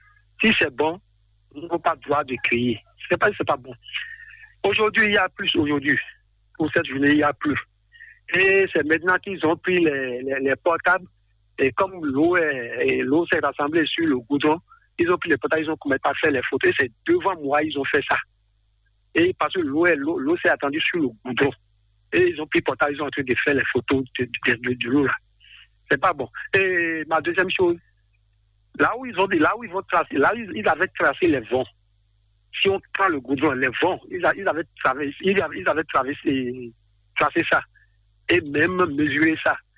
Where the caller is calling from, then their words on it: Benin; Depuis Azori, c'est dans la commune d'Adjoum.